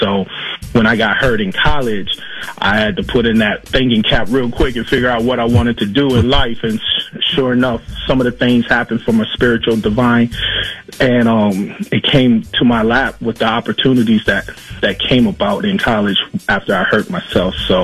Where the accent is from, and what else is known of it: Saint Paul, Minnesota, United States; born or raised there